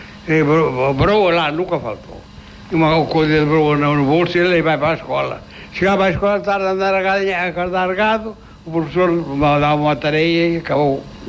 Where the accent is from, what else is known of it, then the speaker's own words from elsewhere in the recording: Figueiredo, Portugal; born there; quando nasci em Figueiredo